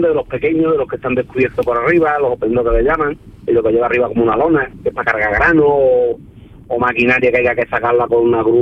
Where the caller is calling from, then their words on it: Jerez de la Frontera, Andalusia, Spain; yo soy de Jerez de la Frontera, sí. De Cádiz, de aquí.